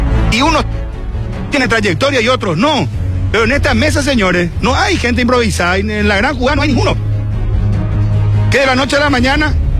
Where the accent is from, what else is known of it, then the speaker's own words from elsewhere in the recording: Paraguay; Como paraguayo, como compatriota